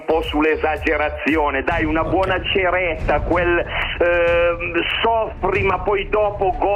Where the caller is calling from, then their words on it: Como, Lombardy, Italy